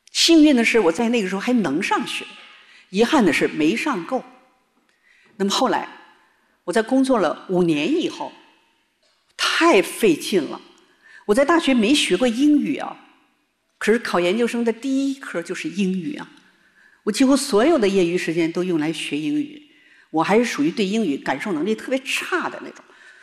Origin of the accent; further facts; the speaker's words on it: Harbin, Heilongjiang, China; moved away; 回到了我的家乡哈尔滨